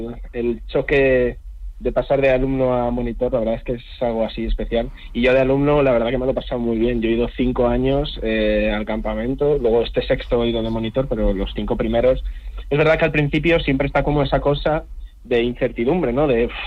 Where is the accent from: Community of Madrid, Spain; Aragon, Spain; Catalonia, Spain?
Community of Madrid, Spain; Madrid; pero yo soy de Madrid